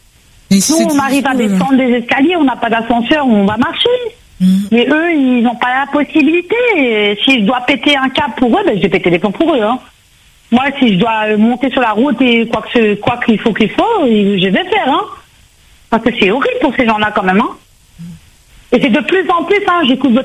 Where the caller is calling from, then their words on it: Saint-Denis, Réunion; j'habite sur Sainte-Clotilde